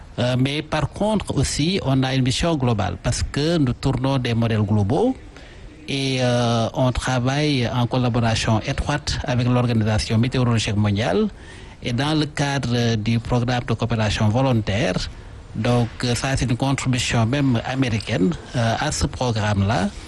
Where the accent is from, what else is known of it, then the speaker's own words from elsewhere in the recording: Diakhao, Fatick, Senegal; moved away as an adult; also born or lived in Kaolack, Senegal / Dakar, Senegal / France; now in United States; je suis natif du Sénégal et de Diakhaw Sine, où j'ai fait mes études primaires, ensuite le secondaire à Kaolack, ensuite l'Université de Dakar, ensuite en France où j'ai fait un doctorat en météorologie, ensuite aux États-Unis où j'ai fait un postdoc